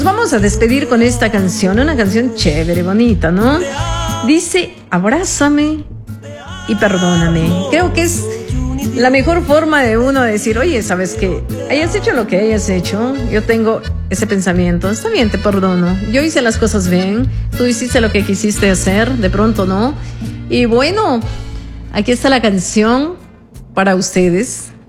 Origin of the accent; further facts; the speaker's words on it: Ecuador; todo es al último, como buen ecuatoriano.